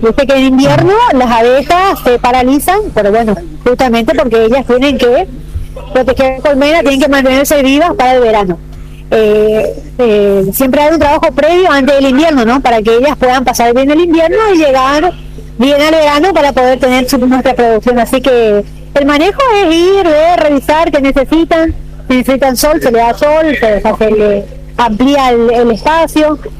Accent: Cerro Corá, Misiones, Argentina; Sí, bueno, justamente nosotros venimos de Cerro Corá. Venimos siempre una vez al año acá a la Plaza Dulce que nos invitan.

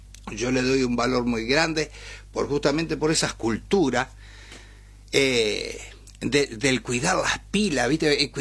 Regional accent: Maciel, Santa Fe, Argentina; Yo nazco en Maciel, zona campo. Ajá. Campo. Y me fui criando justamente en este ambiente

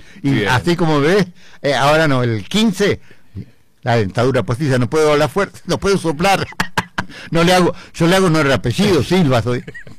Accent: Balcarce, Buenos Aires Province, Argentina; moved away; also born or lived in Mar del Plata; Mi infancia en Balcarce, yo nací en Balcarce, provincia de Buenos Aires. Esas zapatillas rotas, pantalón cosido, emparchado, así.

